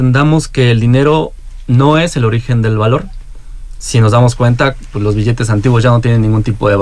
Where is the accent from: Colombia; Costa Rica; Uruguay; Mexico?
Mexico; El Marqués, Querétaro; born there; nacido en el Marqués Querétaro con mucho orgullo y representando a México